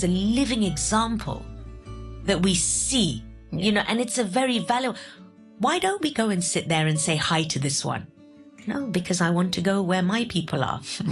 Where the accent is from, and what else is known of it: Nepal; now in Hong Kong